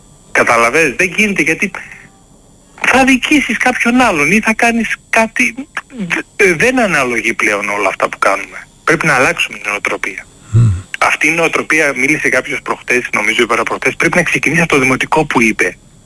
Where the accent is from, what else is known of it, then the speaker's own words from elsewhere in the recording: Greece; now in Germany; εγώ τους Έλληνες και τέτοιο, και το λαό μου, δηλαδή την πατρίδα μου